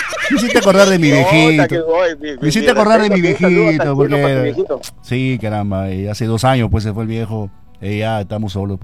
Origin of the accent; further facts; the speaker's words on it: Buenos Aires, Piura, Peru; born there; yo soy nacido en Buenos Aires, Morpón, ¿no? Producido en Chimbote y nacido.